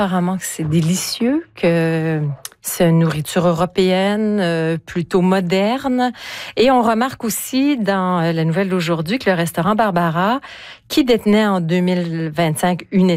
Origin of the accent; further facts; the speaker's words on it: Quebec, Canada; Parce que quand on est Québécois, le sirop d'érable, ça nous coule dans les veines. Donc, j'avais une attache émotive.